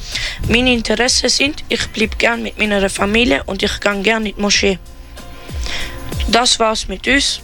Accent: North Macedonia; Ich komme aus Albanien, also besser gesagt, ich bin Albaner aus Mazedonien. Ich bin auch Islam, also ich glaube an die Religion Islam.

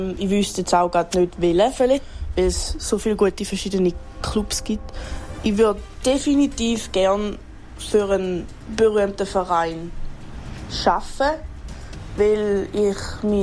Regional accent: Switzerland; moved away as an adult; also born or lived in St. Gallen; Ich bin in Dübach aufgewachsen, bin auch in Hermetin in Schule.

